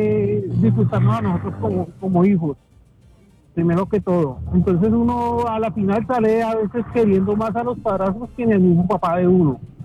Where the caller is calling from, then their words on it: Ibagué, Tolima, Colombia; te habla aquí de Ibagué, Tolima.